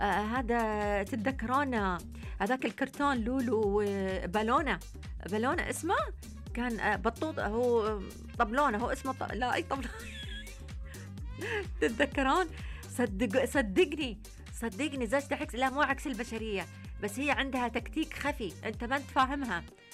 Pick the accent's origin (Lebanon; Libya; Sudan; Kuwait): Sudan; طيب عندنا في السودان أمينة ما في اهتمام بالوزن، وزنك جيبك بس.